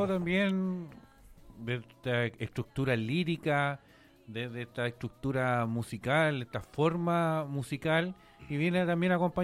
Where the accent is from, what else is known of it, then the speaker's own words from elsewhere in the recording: Chile; Siendo chileno, lo digo yo.